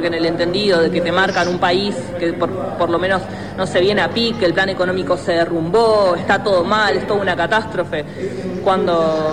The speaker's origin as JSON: {"language": "Spanish", "country": "Uruguay"}